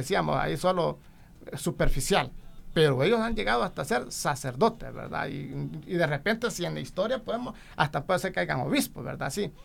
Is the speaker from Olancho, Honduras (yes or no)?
no; Pespire, Choluteca, Honduras; yo soy de Pespire, una comunidad bastante lejana, rural